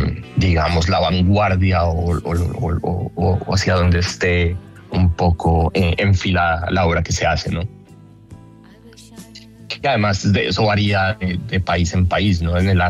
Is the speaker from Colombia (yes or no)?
yes; Colombia; moved away as an adult; now in United States